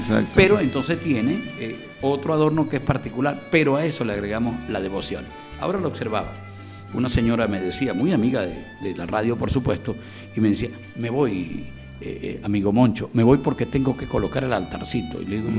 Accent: Mucutuy, Mérida, Venezuela; Mucutuy tiene esta base devocional. Yo quiero resaltar esto, no solo porque es mi pueblo

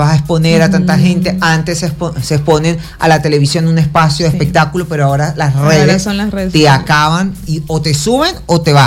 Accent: Caracas, Capital District, Venezuela; born there; uno que es de Caracas, yo nací en Caracas

